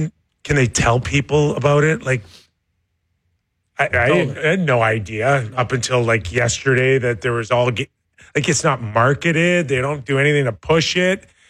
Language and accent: English; Canada; then I'm Canadian